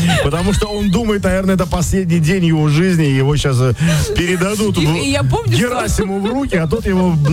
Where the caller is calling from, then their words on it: Yekaterinburg, Sverdlovsk Oblast, Russia; я из Екатеринбурга.